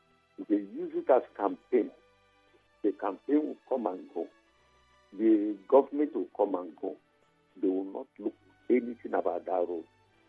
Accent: Nigeria; I am a native of the Kata community.

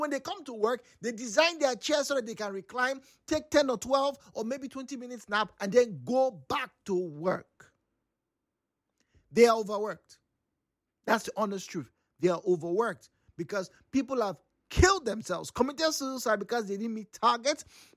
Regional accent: Nigeria

